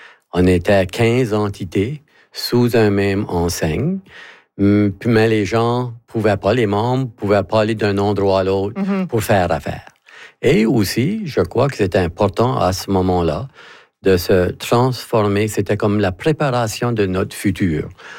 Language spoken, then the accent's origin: French; Acadia, Canada; Pas nécessairement, parce que Acadien, c'est tout le monde sait qu'on est Acadien, tout le monde sait que notre institution...